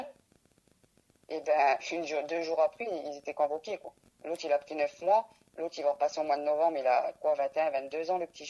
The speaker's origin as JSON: {"language": "French", "country": "France"}